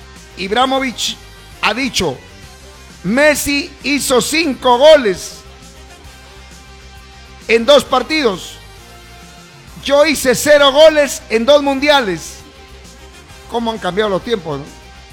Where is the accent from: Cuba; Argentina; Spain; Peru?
Peru; Eso es lo único que le pedimos como peruanos